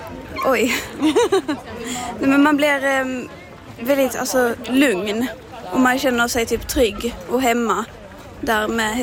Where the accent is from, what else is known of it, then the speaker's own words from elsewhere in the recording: Skåne, Sweden; jag kommer också från utanför Klippan.